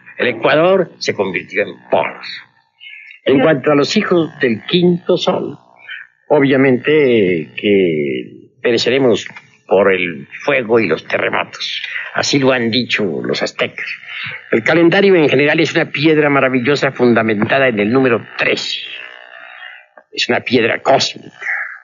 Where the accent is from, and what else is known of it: Mexico